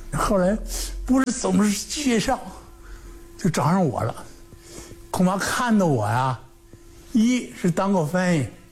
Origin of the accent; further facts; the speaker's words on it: Northeast China, China; 另外呢，我是东北人，在这个当了14年的亡国奴，所以这个对日本人呢比较还熟悉，眼见过。